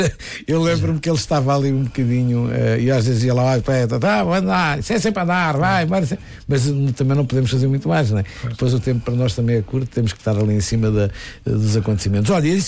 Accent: Seda, Alentejo, Portugal

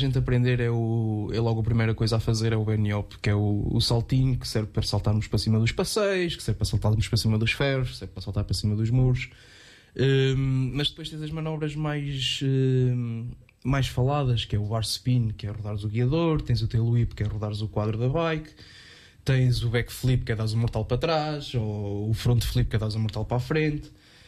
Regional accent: Aveiro, Centro, Portugal; tenho 27 anos, sou daqui de Aveiro, nascido e criado.

